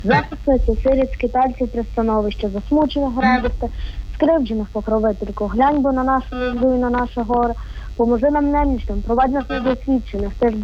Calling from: Lviv, Lviv Oblast, Ukraine; Мені 13 років, я телефоную з Львова

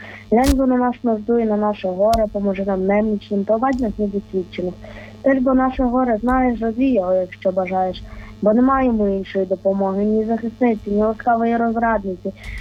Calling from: Lviv, Lviv Oblast, Ukraine; 12 років, я домохнув зі Львова, я з Львівська Богородиці.

